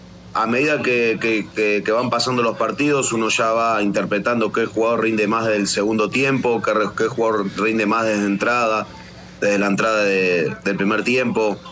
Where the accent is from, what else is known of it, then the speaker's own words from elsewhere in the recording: Rosario, Santa Fe, Argentina; yo soy de Rosario